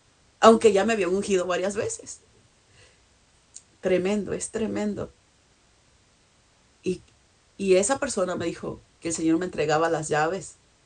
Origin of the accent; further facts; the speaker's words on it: Acapulco, Guerrero, Mexico; yo soy de Acapulco, Guerrero, México.